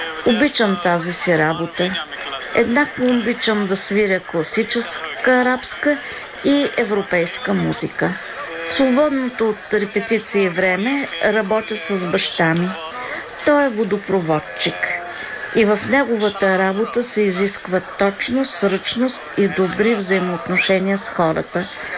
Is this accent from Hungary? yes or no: yes; Hungary; Bulgarian is a second language; now in Israel; от Унгария съм и съм докторантка по медицина.